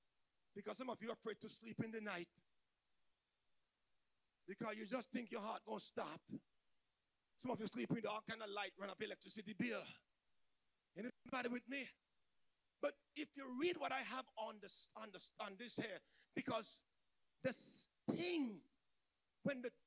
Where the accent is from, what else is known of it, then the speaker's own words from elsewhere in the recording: St. Vincent & Grenadines; I grew up in St. Vincent.